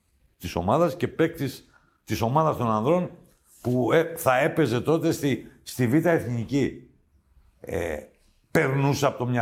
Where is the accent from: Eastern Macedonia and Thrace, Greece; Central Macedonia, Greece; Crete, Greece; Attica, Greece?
Crete, Greece; Amari; Στο χωριό μου εδώ, στο Αμάρι, έτσι το λένε.